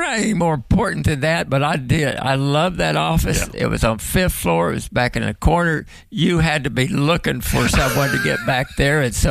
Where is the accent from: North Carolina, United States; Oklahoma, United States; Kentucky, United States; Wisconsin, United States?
Oklahoma, United States; Now, as you mentioned earlier, I was raised in Muskogee County, 6 miles north of Shakota, 3 miles south of Wainwright, mm-hmm.